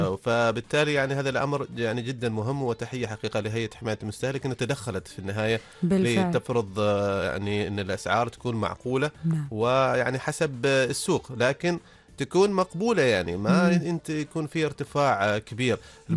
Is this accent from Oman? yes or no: yes; Oman; طبعا معروفة الهبطات عندنا في سلطنة عمان